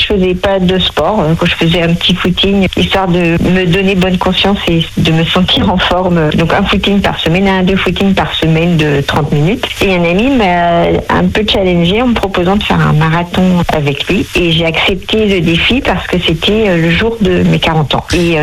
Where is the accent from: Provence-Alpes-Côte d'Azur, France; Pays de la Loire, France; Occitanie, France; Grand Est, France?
Pays de la Loire, France; born there; je suis une vraie sartoise, je suis née en Sarthe.